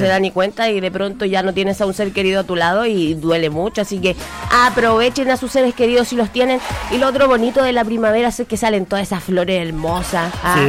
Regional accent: Chile; Si hay algo que nos define como chilenos, más allá de la cordillera y nuestro castellano con el vuelvo propio

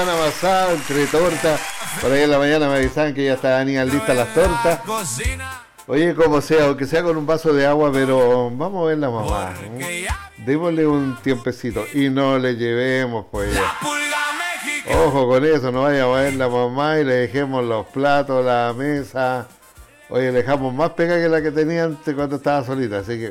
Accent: Chile

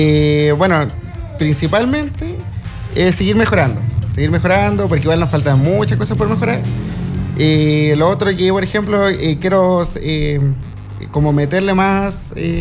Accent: Arica, Arica y Parinacota, Chile; moved away; ¿Eres de Arica? Me dicen. Yo, sí

